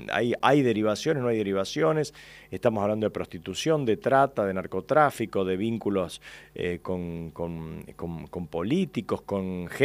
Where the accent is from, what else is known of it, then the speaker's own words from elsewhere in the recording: Argentina; como argentinos, somos totalmente subjetivos